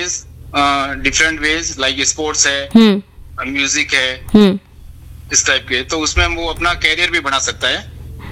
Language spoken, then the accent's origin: Hindi; Jodhpur, Rajasthan, India; मैं राजस्थान से हूँ, जोधपुर का रहने वाला